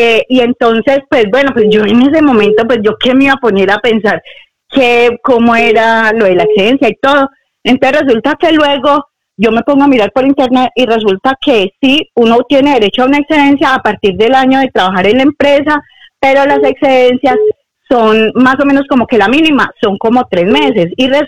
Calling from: Parla, Community of Madrid, Spain; de Parla.

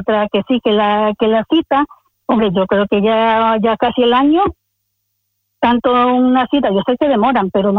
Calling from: Madrid, Community of Madrid, Spain; de aquí de Madrid.

